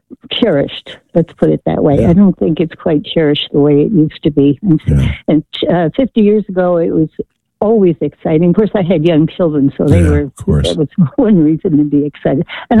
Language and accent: English; New Jersey, United States; And I grew up in New Jersey and near Princeton, and lived in a house that was built in 1792.